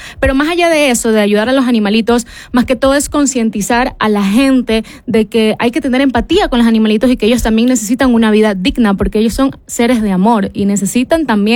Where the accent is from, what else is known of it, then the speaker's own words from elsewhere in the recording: Chone, Manabí, Ecuador; now in Guayaquil, Ecuador; Tengo 21 años, yeah. soy de Manabí, de Chone, pero yeah. radico actualmente en la ciudad de Guayaquil.